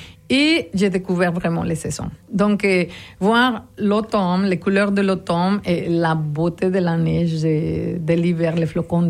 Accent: Mexico; moved away as an adult; je viens du Mexique.

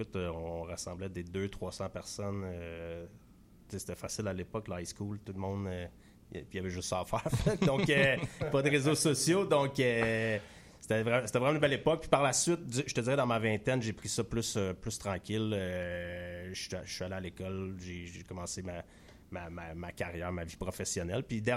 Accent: Granby, Quebec, Canada; now in Montreal, Canada; Non, je suis originaire de Granby, comme tu as dit, mm-hmm. mais ça fait pratiquement 20 ans. Plus que la moitié de ma vie, en fait, que j'habite à Montréal maintenant. Fait que je me considère comme un Montréalais, mais fidèle, toujours fier de où je viens, de Granby dans les cantons de l'Est.

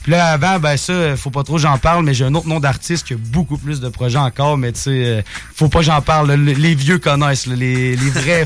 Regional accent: Quebec, Canada; on rap la Beauce, on vient de la Beauce.

